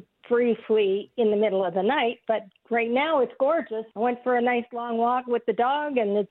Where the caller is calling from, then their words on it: Toronto, Ontario, Canada; I'm phoning in from Toronto.